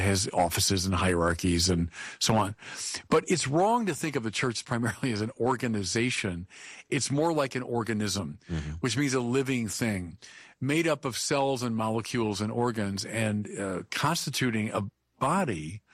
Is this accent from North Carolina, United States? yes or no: no; Illinois, United States; now in Minnesota, United States; he's from my home state of Illinois